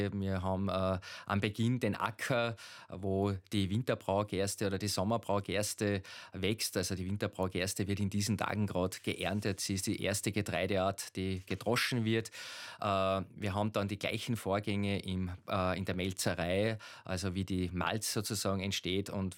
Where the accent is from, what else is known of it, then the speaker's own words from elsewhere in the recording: Schladming, Styria, Austria; wie Gösser oder wo ich herkomme, Schlappminger Bier und viele bekannte Marken.